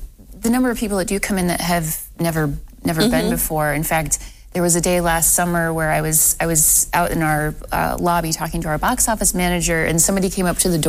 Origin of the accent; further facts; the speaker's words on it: Ames, Iowa, United States; moved away as an adult; also born or lived in Oregon / Idaho; now in Toledo, United States; I grew up in Iowa.